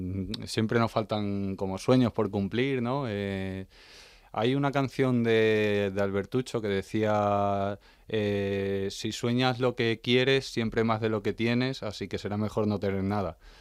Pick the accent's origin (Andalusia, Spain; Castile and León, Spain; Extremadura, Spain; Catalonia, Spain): Extremadura, Spain; also born or lived in Plasencia; Yo, soy extremeño y allí es como muy común lo de los diminutivos.